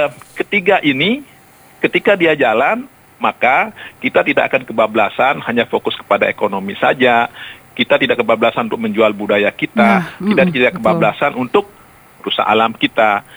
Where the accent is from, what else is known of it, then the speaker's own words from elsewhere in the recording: Lombok, West Nusa Tenggara, Indonesia; Kita orang Lombok